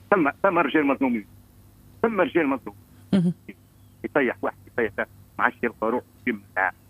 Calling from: Ben Arous, Tunisia

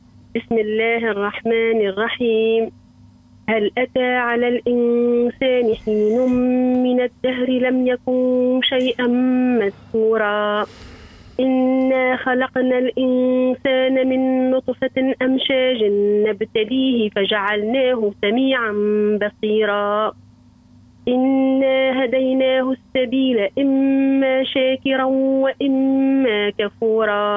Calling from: Kairouan, Kairouan Governorate, Tunisia; من الفيروان.

